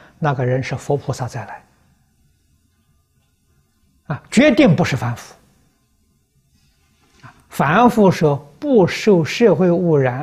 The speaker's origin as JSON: {"language": "Chinese", "country": "China", "said": "我们中国人讲史实，读历史就是吸收古人的那种经验常识啊。"}